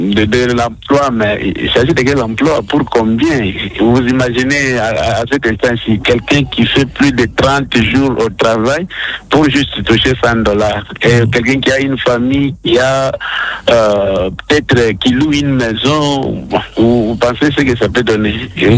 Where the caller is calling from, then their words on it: Katanga, DR Congo; je vis au Katanga où il y a beaucoup de minerais.